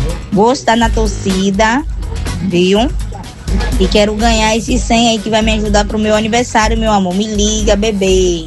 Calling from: Brazil; A gente é brasileiro, né? … A gente é brasileiro

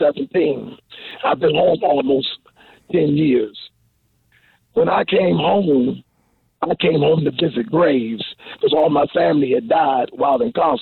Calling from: Washington, District of Columbia, United States; I'm calling from Capitol Hill, where I work at.

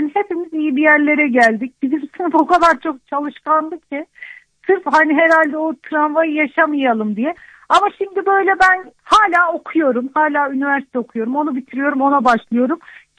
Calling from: Ankara, Turkey; Ankara'dan arıyorum.

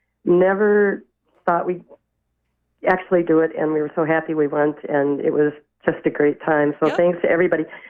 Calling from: Wisconsin, United States; I'm from Wisconsin.

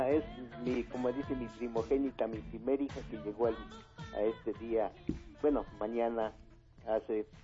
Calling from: Chimalhuacán, State of Mexico, Mexico; De aquí, de Chimalhuacán, Estado de México.

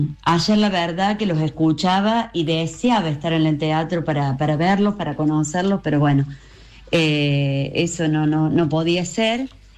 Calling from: Hernando, Córdoba, Argentina; desde Hernando

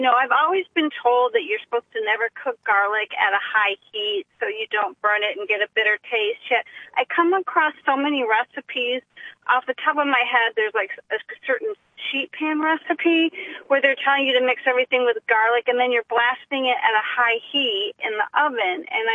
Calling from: Palm Harbor, Florida, United States; I'm calling from Palm Harbor, Florida.

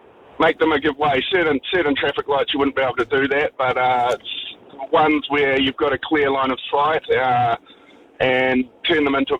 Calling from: New Plymouth, Taranaki, New Zealand

